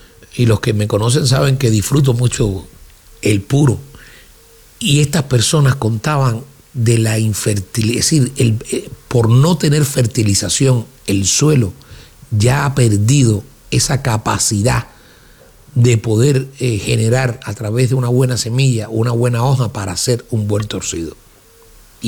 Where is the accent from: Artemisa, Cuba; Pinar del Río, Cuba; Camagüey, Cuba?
Artemisa, Cuba; Güira de Melena; moved away; de donde yo soy, que es Huira de Melena